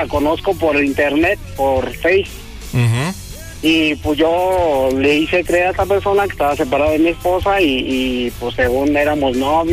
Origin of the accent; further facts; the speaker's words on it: State of Mexico, Mexico; now in San Luis Potosí, Mexico; Somos del Estado de México, pero ahora estamos en San Luis Potosí.